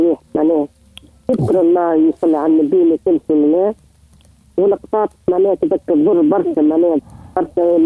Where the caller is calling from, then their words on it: Sidi Bouzid, Tunisia; من سيدي بوزيد.